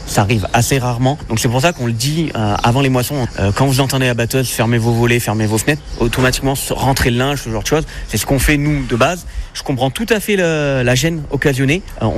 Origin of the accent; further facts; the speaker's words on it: Beaumont-lès-Valence, Auvergne-Rhône-Alpes, France; moi je suis de Beaumont-les-Valence